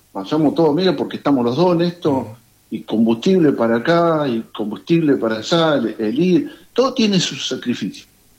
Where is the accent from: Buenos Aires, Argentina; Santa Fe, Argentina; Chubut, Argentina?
Buenos Aires, Argentina; born there; now in Carmen de Patagones, Argentina; tengo 50 años, los 50 años los tengo acá en Carmen de Patagones. Nací en Villa Morando, para mí es la mejor villa